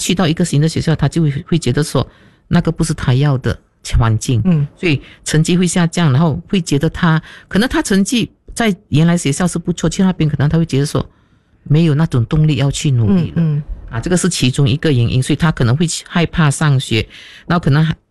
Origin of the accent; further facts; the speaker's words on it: Malaysia; now in Sri Aman, Malaysia; 我们马来西亚就是可能我们这个斯里阿曼小城市